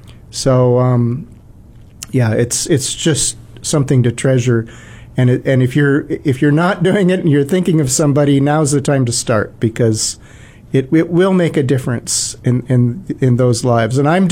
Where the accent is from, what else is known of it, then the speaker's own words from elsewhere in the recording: Minnesota, United States; Yeah, and they actually, you know … Okay, so I'm from Minnesota.